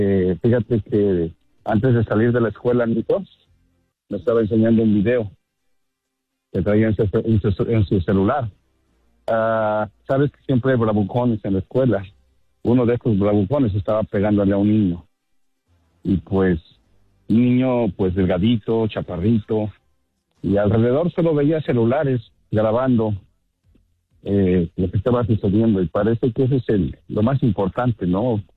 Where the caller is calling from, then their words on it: Vero Beach, Florida, United States; yo soy … de aquí de la Florida, exactamente de Vero Beach